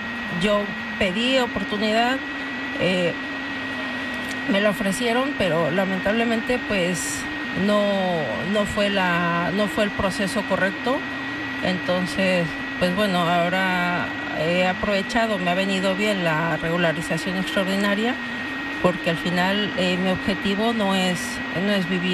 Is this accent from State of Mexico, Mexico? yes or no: no; Guadalajara, Jalisco, Mexico; Sí, es correcto, soy tapatía, así es.